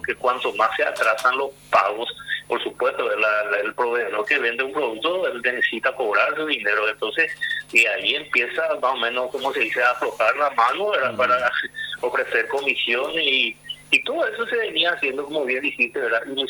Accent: Paraguay

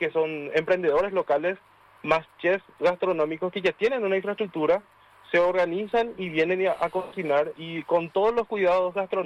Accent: San Antonio, Central, Paraguay; yo me voy y digo que soy de San Antonio

